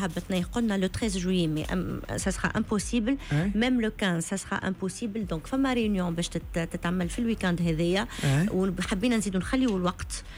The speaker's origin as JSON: {"language": "Arabic", "country": "Tunisia", "said": "بالنسبه ليا كتونسية"}